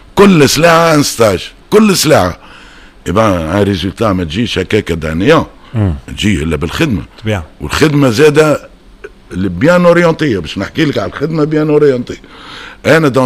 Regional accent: Tunisia; المشكله احنا عندنا في تونس لهناس كو ديما نذكروا لا بيرفورمانس

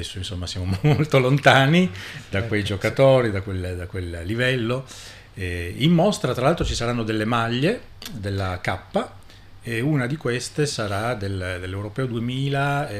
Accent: Turin, Piedmont, Italy; io sono di Torino, ho una famiglia che è quasi tutti, direi il 99% tifano Toro

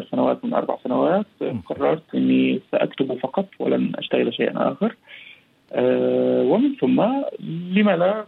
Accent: West Bank, Palestine; moved away as an adult; now in Tunisia; ومن ثم رجعت لفلسطين، ومن ثم عدت إلى هنا عشت 3 سنوات، ومن ثم جاءت الكورونا رجعت لبلادي.

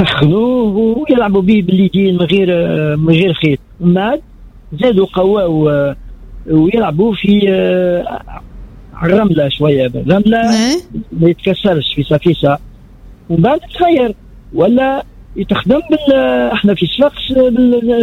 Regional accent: Tunis, Tunis Governorate, Tunisia; أنا من تونس نهبط للشفاقس

